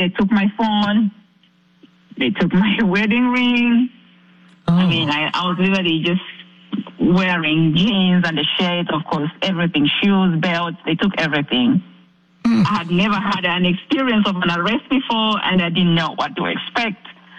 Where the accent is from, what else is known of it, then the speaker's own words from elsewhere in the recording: Zambia; I'm not a U.S. citizen. I'm from Zambia, Africa.